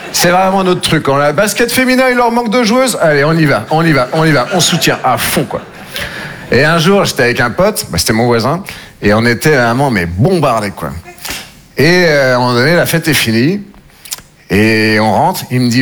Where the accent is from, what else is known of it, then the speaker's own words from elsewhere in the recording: Nouvelle-Aquitaine, France; Moi, je viens des Deux-Sèvres. Je sais pas si vous connaissez. Entre la Vienne et la Vendée.